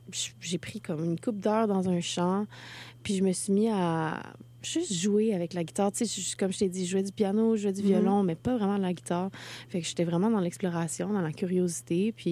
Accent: Gatineau, Quebec, Canada; moved away as an adult; now in Montreal, Canada; J'ai grandi à Gatineau

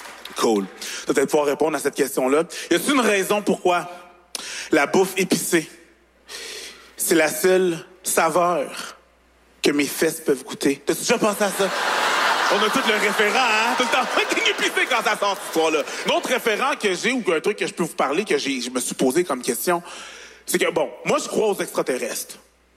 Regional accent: Longueuil, Quebec, Canada; accent: Longueuil; « Longueuil. Je viens de Longueuil. » C'est un accent de Longueuil, là. Mon pays d'origine.

